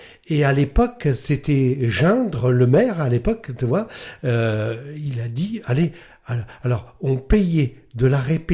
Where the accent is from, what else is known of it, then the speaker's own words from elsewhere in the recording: Hérouville-Saint-Clair, Normandy, France; Alors moi j'étais punk d'Hérouville-Saint-Clair, d'accord, un petit punk, voilà.